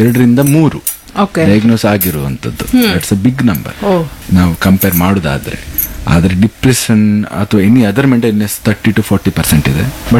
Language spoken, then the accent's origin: Kannada; Karnataka, India; ಈಗ ನಾನು ಇಲ್ಲಿನವನೇ ಬ್ರಹ್ಮರುದವನೇ ಅಲ್ವಾ, ನನ್ನ ಕಸ್ಟಮ್ಸ್ ಕಲ್ಚರ್ ವೆರಿ ರಿಚ್